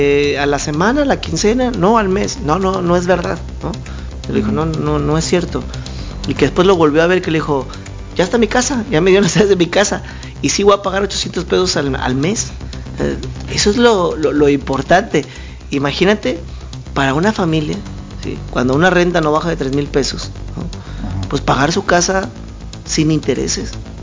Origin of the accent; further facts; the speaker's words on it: Mexico; Todos somos mexicanos, compartimos raíces, historia, identidad, valores.